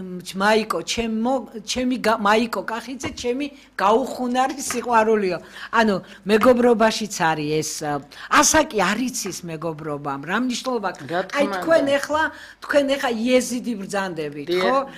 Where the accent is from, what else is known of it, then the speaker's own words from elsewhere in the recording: Tbilisi, Georgia; მე სხვა თბილისში გავიზარდე, ისე მენატრება.